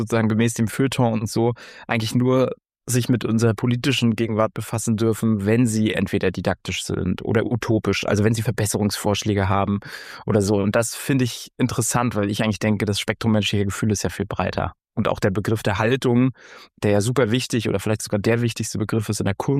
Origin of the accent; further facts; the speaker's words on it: East Germany, Germany; ich habe meine ostdeutsche Identität lange überhaupt nicht in Frage gestellt oder erkannt oder interessant gefunden